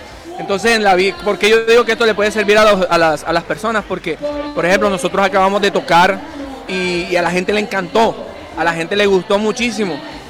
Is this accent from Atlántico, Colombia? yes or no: yes; Barranquilla, Atlántico, Colombia; now in Brazil; yo soy el barranquillero del grupo, yo soy de Barranquilla, pero vivo en Brasil.